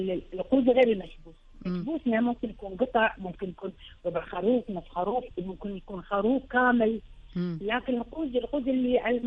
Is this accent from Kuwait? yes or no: yes; Kuwait; احنا ككويتيين